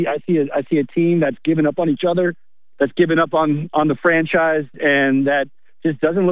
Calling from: Mount Vernon, Washington, United States; from Mount Vernon here, calling in.

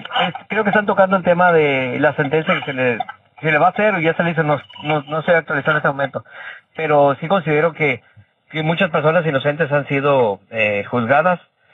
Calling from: Escobedo, Nuevo León, Mexico; desde Escobedo, Nuevo León, para todo el mundo.

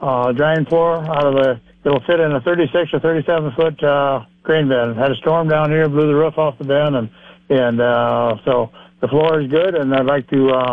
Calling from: Kingsley, Iowa, United States; from Kingsley, Iowa.

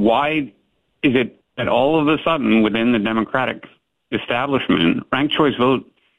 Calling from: Hancock County, Maine, United States; I'm calling from Hancock County

